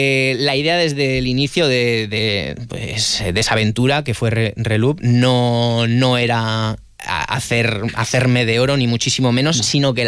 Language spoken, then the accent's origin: Spanish; Logroño, La Rioja, Spain; Tocábamos en Vitoria, tocamos en Burgos, en Calahorra, vale, es La Rioja, pero yo no había salido de Logroño en mi vida